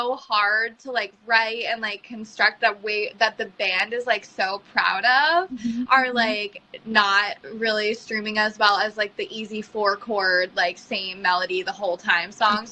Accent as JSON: {"language": "English", "region": "Massachusetts", "country": "United States", "said": "because I'm from Massachusetts and my band is from New Hampshire."}